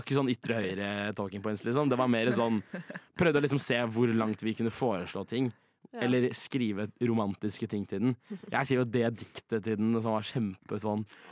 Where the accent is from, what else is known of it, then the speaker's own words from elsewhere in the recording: Trøndelag, Norway; Jeg kommer fra Trøndelag